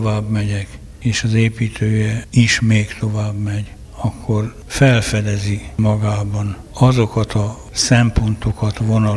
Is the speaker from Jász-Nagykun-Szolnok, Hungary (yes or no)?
yes; Jászberény, Jász-Nagykun-Szolnok, Hungary; Jászberényi vagyok